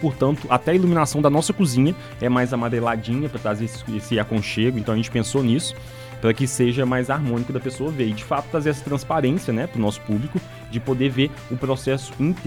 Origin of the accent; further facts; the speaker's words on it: Mateus Leme, Minas Gerais, Brazil; nós somos aqui de Matheus Leme e somos gente da gente.